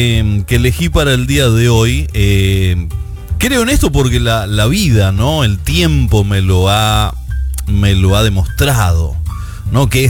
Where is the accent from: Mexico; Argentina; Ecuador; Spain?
Argentina; en mi país prácticamente siempre se vivieron tiempos difíciles, ¿no? Porque iba a decir, el tiempo en aquel entonces era difícil. En realidad, en Argentina todos los tiempos son difíciles. Lamentablemente le ha tocado a mis queridos compatriotas lidiar con cada situación